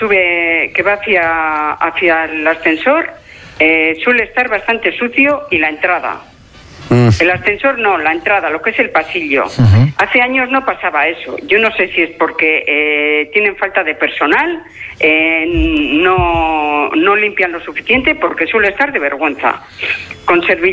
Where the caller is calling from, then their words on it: Bilbao, Basque Country, Spain; Yo vivo en Begoña y uso bastante el ascensor.